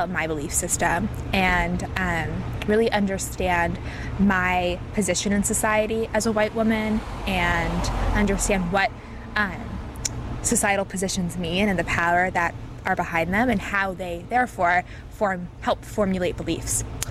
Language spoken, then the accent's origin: English; New York, United States; I'm from New York